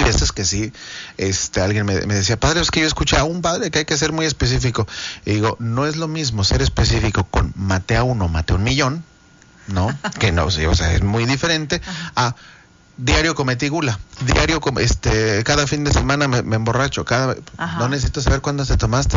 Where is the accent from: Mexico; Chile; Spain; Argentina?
Mexico